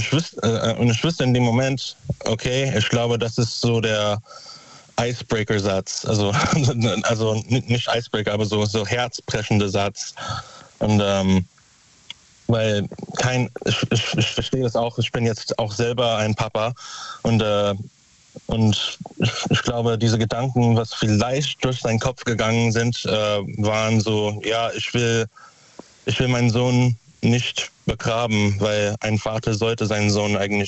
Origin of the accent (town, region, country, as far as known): Überherrn, Saarland, Germany; now in Konz, Germany